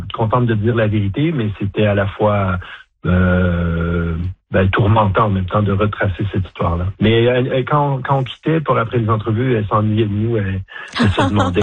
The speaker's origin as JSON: {"language": "French", "town": "Montreal", "region": "Quebec", "country": "Canada", "tie": "born there", "said": "je suis né à Montréal à l'hôpital Sainte-Justine"}